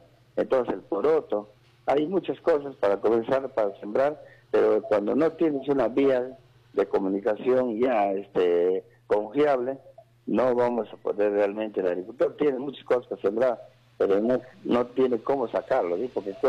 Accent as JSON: {"language": "Spanish", "country": "Peru", "said": "como nosotros, como peruanos"}